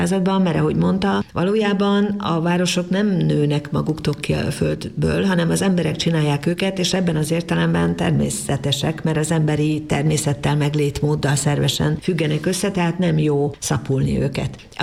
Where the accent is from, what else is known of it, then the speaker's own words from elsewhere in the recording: Debrecen, Hajdú-Bihar, Hungary; moved away as an adult; now in Budapest, Hungary; már a debreceniségemet múlt időbe tudom tenni. Tehát egy nagyon fontos része az életemnek, de én már nem vagyok debreceni, hanem Debrecenben születtem.